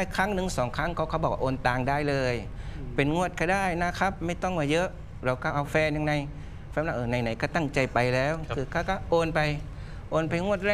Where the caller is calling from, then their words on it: Hat Yai, Songkhla, Thailand; เราเป็นคนใต้คนหาดใหญ่